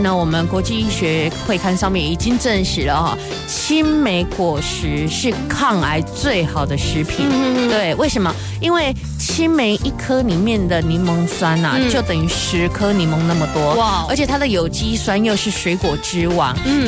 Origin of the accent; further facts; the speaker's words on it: Taiwan; 其实我们台湾人最害怕的是什么？是大肠癌。